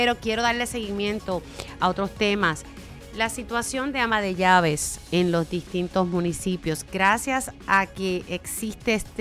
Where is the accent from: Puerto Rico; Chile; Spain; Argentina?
Puerto Rico; Utuado; el alcalde de Utuado, el alcalde de mi pueblo, Jorge Pérez Heredia.